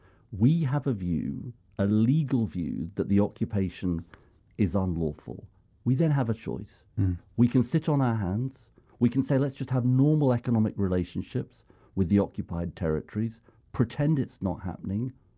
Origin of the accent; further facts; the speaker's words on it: United Kingdom; Well, I speak, Justin, as a British Jew